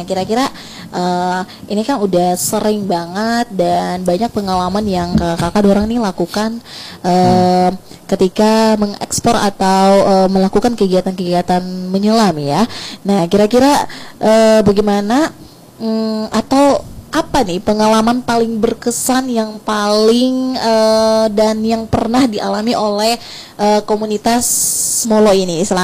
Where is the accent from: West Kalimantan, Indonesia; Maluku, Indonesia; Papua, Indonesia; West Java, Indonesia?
Maluku, Indonesia; Ambon; saya asli bukan asli sih tapi lahir besar di Ambon tapi papa orang Banda, mamanya Buru Selatan gitu.